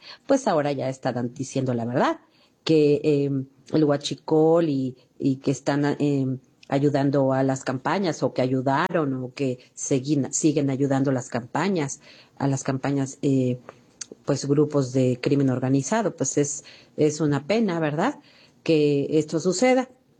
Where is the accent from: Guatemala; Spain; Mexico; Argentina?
Mexico; Atizapán de Zaragoza, State of Mexico; Bueno, entonces pues … de Atizapán de Zaragoza, y pues espero que pues se abran los ojos